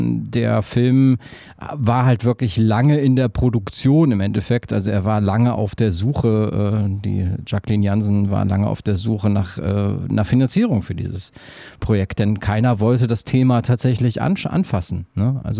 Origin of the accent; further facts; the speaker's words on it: Aachen, North Rhine-Westphalia, Germany; Also in Aachen spricht man auch so, deswegen kenne ich das ganz gut, da bin ich aufgewachsen tatsächlich in der Ecke.